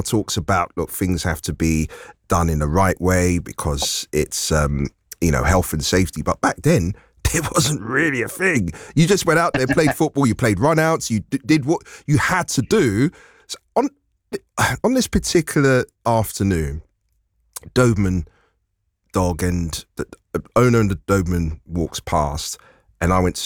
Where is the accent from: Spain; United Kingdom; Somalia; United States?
United Kingdom; London; when I was 8 years old, and the flats where I grew up in Northwest London, I used to play football